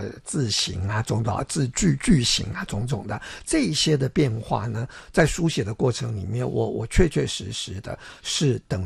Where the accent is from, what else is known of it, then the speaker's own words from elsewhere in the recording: Taiwan; first language Taiwanese Hokkien; Chinese is a second language; 因为我自己也是台湾人啊，那台语也是我的母语